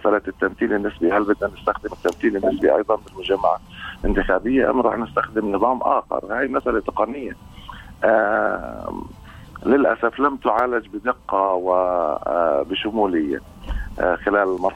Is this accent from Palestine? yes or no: yes; Palestine; تحفظ كرامتنا كشعب فلسطيني